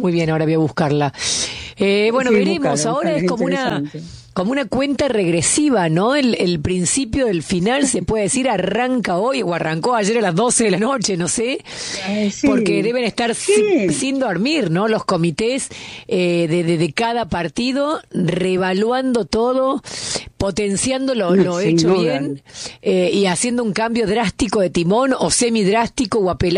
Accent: Argentina; Vos sabés, Helio, como argentina, que nosotros acá siempre decimos que votamos con el bolsillo.

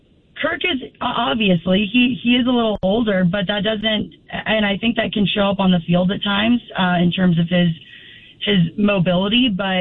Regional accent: California, United States; now in Las Vegas, United States; growing up in California

